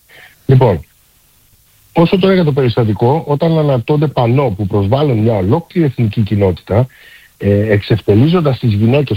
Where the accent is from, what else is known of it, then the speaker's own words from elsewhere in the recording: Australia; Εγώ από τη δική μου πλευρά και ως Ελληνοαυστραλός